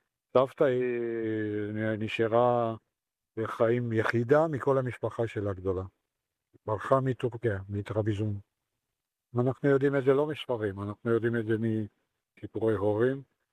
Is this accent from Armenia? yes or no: yes; Armenia; Hebrew is a second language; moved away as an adult; now in Israel; וזה קרוב לי. קרוב לי בתור ארמני. אני ארמני. ואני גדלתי במוזיקה ארמנית, אבל למרות זאת זה קרוב לי.